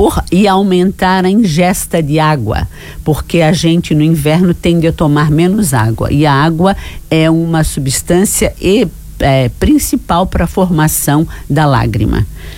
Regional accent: Brazil; nós somos brasileiros

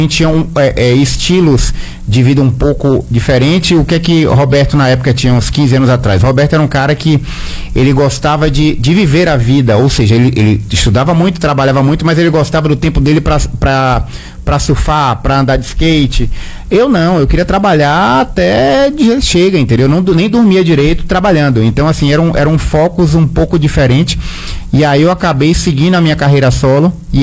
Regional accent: Salvador, Bahia, Brazil; Porque eu vim da SEASA Rio Vermelho. Meu pai é técnico laboratório, minha mãe técnico laboratório, sustentava 3 filhos.

